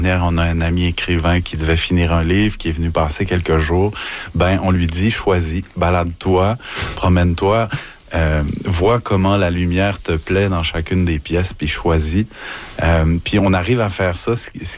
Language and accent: French; Montreal, Quebec, Canada; c'est ce qui nous a frappé quand on est arrivé de la Grand-Ville, parce qu'on était des Montréalais.